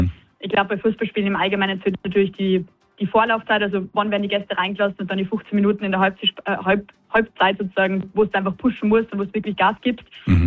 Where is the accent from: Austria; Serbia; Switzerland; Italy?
Austria; Salzburg; Aber natürlich auch bei mir als Salzburgerin